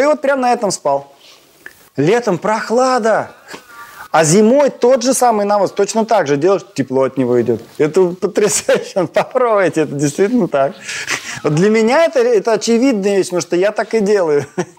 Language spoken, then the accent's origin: Russian; Astrakhan, Astrakhan Oblast, Russia; moved away; Я когда в Астрахани жил, я сам из Астрахани родом